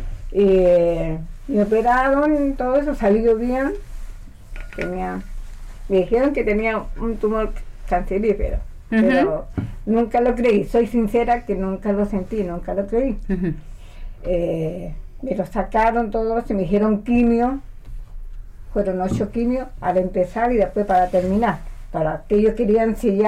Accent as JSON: {"language": "Spanish", "region": "Valparaíso", "country": "Chile", "said": "Porque vengo de un... Soy chilena."}